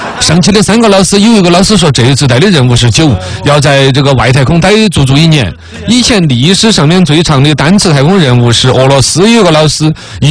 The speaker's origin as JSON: {"language": "Chinese", "country": "China", "said": "我们中国人"}